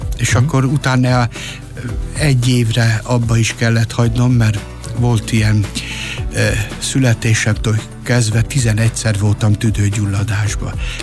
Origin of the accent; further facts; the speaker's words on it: Zalaegerszeg, Zala, Hungary; also born or lived in Győr; Úgy bandikám, hogy akkor már ugye Zalaegerszegen laktunk, egyébként Győrbe születtem, de ott laktunk akkor már Zalaegerszegen, olyan 8-9 éves volt